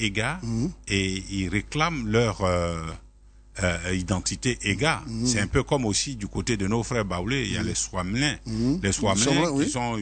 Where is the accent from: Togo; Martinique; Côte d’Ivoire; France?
Côte d’Ivoire; Daloa, Sassandra-Marahoué; born there; et je suis né à Daloa, où j'ai appris à parler quand même la langue bété, que je comprends, même si je ne parle pas couramment, mais je comprends.